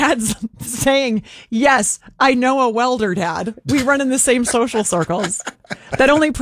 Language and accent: English; Minnesota, United States; now in Denver, United States; we didn't have a choice growing up in Minnesota. It's just cold all the time.